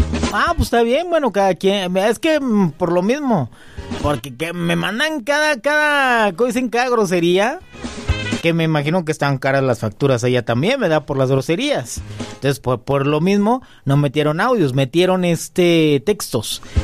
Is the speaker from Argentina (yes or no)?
no; Mexico; somos mexicanos.